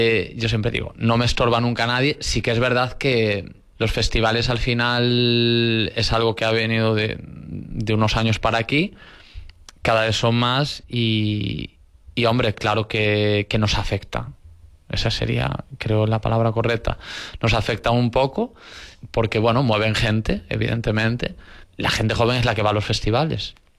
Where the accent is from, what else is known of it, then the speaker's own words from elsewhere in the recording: Vilagarcía de Arousa, Galicia, Spain; también me considero de Vilanova, ¿no? Me considero de los dos sitios porque yo he vivido y me he criado en los dos sitios. Tanto en Vilanova como en Villagarcía. Entonces, para mí, realmente, cuando me dicen, ¿de dónde eres? Yo soy de la Ría de Arousa.